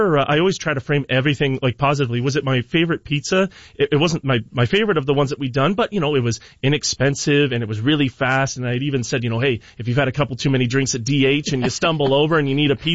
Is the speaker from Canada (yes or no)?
yes; Windsor, Ontario, Canada; also born or lived in Toronto; growing up in Windsor, I guess you don't realize kind of how good you have it.